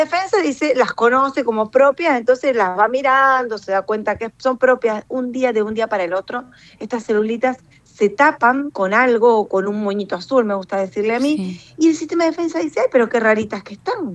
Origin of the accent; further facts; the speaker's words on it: Rosario, Santa Fe, Argentina; now in Rafaela, Argentina; yo soy rosarina, pero vivo en Rafaela.